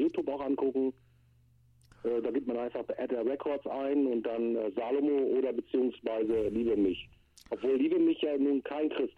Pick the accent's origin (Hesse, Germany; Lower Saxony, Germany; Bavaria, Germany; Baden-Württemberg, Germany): Lower Saxony, Germany; born there; Bin geboren in Ostfriesland 1971. Ja, dann bin ich später an den Bodensee gezogen.